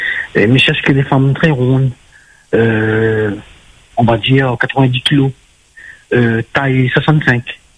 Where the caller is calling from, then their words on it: Saint-Benoît, Réunion; j'habite à Saint-Benoît